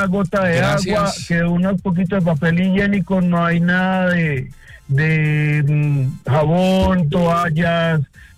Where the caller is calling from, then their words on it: Caldas, Colombia; de Caldas.